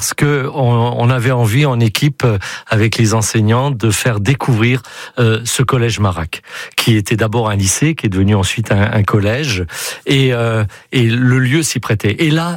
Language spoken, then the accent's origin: French; Charleville-Mézières, Grand Est, France; also born or lived in Martinique; now in Basque Country, France; je suis originaire des Ardennes, de Charleville-Mézières, j'ai vécu en Martinique, et puis voilà, je viens au Pays Basque